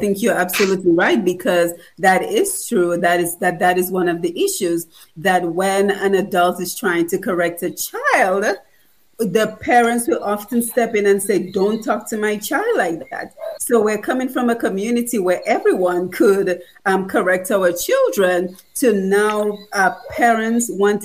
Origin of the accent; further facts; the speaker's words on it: Dominica; growing up in Dominica